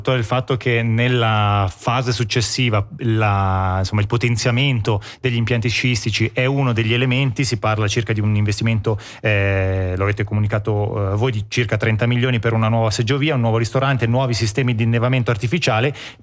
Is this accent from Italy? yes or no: no; Mesocco, Graubünden, Switzerland; A proposito di popolazione, vengo dal comune di Mesocco.